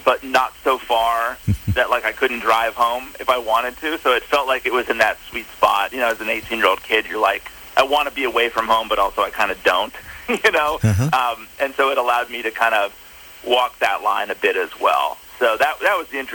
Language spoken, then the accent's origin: English; Minneapolis, Minnesota, United States; also born or lived in Orlando, United States; So I was born in Minnesota. I was raised kind of between Minneapolis and did a stint in Orlando as as well.